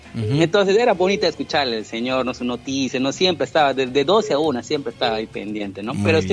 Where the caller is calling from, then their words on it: Tarapoto, San Martín, Peru; Les escucho desde el barrio Partido Alto, desde Quirón Atahualpa, cuadra 2.